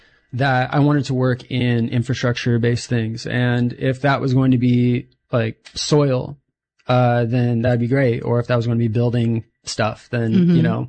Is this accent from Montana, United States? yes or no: no; Winnemucca, Nevada, United States; moved away as an adult; now in Ukiah, United States; I'm from Winnemucca, Nevada, born and raised out there, moved away when I was 18 and have been kind of bounced around the cities here and there. I didn't come out to Ukiah until COVID happened.